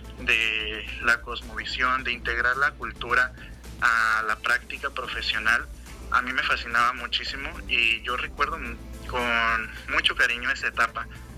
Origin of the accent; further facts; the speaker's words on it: Tamazunchale, San Luis Potosí, Mexico; also born or lived in Ciudad Valles; soy originario de Tamazunchale. Nací en Valles, ajá, pero, o sea, toda mi vida he vivido en Tamazunchale.